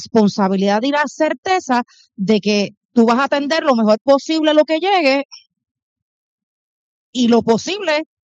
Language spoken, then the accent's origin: Spanish; Puerto Rico